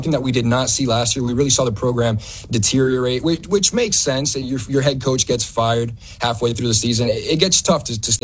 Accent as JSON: {"language": "English", "region": "Florida", "country": "United States", "lives_now": "Arkansas, United States", "said": "So I'm a junior here at the University of Arkansas. I'm from Florida originally, so I'm still more or less learning all the culture and all the ropes of Arkansas sports."}